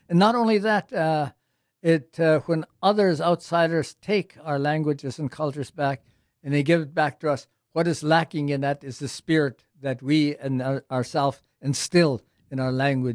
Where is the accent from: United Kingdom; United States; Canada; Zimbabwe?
Canada